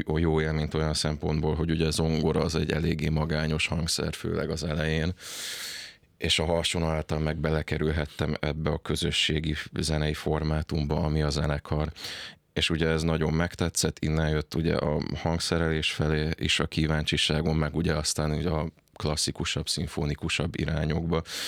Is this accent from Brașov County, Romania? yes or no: no; Cluj-Napoca, Cluj County, Romania; kolozsvári származású vagyok, ott is kezdtem el az iskolát